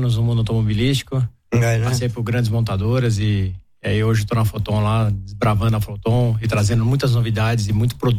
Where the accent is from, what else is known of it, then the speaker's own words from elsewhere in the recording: Irapuã, São Paulo, Brazil; Sou natural de São Paulo, na realidade interior de São Paulo, minha família é interior de São Paulo. Eu nasci em São Paulo, mas a criação é do interior de São Paulo.